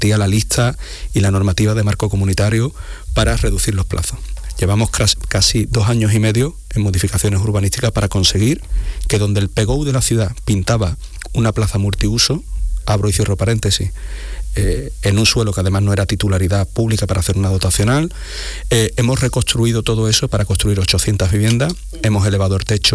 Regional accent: Cádiz, Andalusia, Spain; para los que somos de aquí de Cádiz

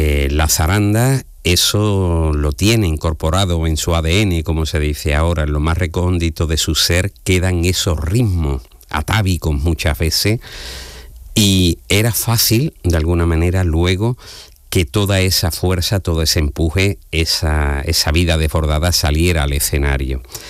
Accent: Jerez de la Frontera, Andalusia, Spain; cuando yo iba con mi padre en el barrio de San Miguel, que yo soy del barrio de San Miguel, a un bar muy pequeño y los domingos llegaba tío Borrico, tío Gregorio el Borrico de Jerez

